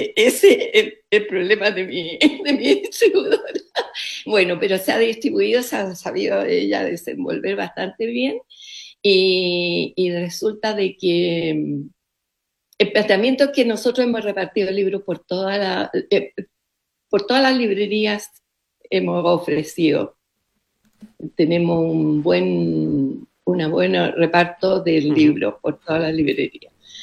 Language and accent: Spanish; Chile; en 85 años tú has vivido mucho. Y más yo soy chilena, entonces en mi país han sucedido muchas cosas.